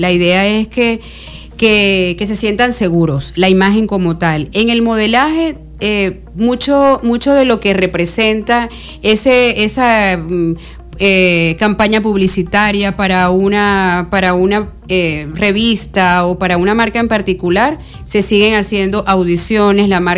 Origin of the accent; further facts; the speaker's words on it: Táchira, Venezuela; born there; Por circunstancias nací en Tarija, la única gocha de la familia. Entonces tiene toda una razón. Bueno, mis hijos sí también son de acá. Pero yo, todos mis papás, mis abuelos, mis bisabuelos, todos zulianos.